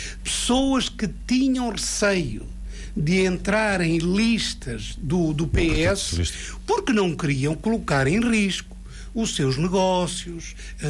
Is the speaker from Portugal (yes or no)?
yes; Norte, Portugal; also born or lived in Coimbra; Ora bem, eu sou do Norte, eu sou da zona do Douro. Vim para Coimbra, ou fui para Coimbra, onde fiz os meus estudos todos, desde o liceu